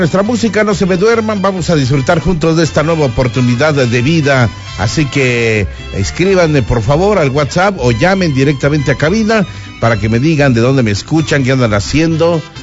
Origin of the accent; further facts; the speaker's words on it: Mexico; soy mexicano